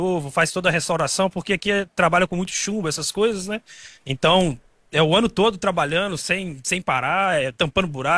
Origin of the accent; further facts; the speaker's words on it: Minas Gerais, Brazil; Ainda mais que eu sou do interior de Minas, e São Paulo deve ter mais.